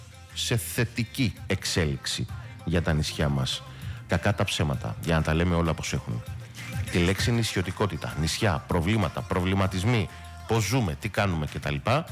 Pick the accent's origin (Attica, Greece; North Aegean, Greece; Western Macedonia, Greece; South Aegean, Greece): South Aegean, Greece; του περιφερειάρχη μας, του Νοτίου Αιγαίου